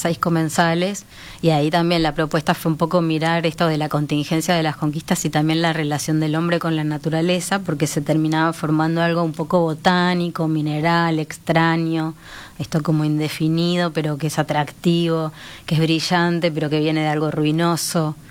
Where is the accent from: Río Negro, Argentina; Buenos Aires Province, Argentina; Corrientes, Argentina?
Río Negro, Argentina; Bariloche; now in Uruguay; Yo me crié básicamente en Bariloche, en mi infancia, y Bariloche tiene una estética muy parecida a de donde viene mi familia, que es eslovena.